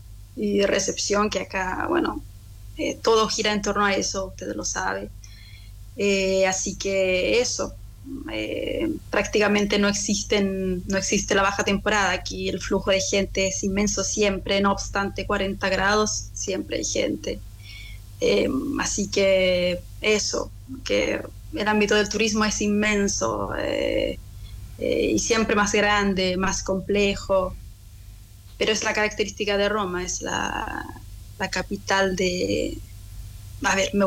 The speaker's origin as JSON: {"language": "Spanish", "town": "Coyhaique", "region": "Aysén", "country": "Chile", "tie": "born or raised there", "moved": "as an adult", "lives_now": "Rome, Italy", "said": "Yo nací en Coyhaique en 1988. Bueno, toda mi infancia y mi adolescencia, primeros años de la juventud, los pasé allá. Después comencé a ir a otras ciudades para estudiar"}